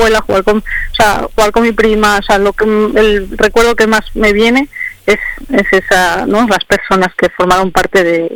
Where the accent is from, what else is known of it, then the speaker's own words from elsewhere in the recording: San Sebastián, Basque Country, Spain; born there; Yo no nací en Carrión, yo he nacido en San Sebastián, en País Vasco.